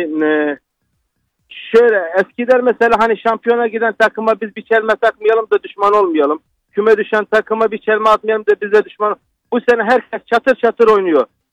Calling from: Şanlıurfa, Turkey; Şanlıurfa'dan arıyorum.

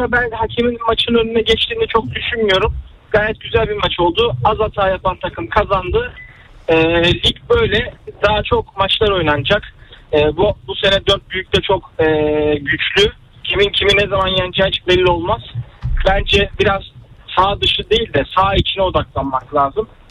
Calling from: Istanbul, Turkey; İstanbul'dan arıyorum.

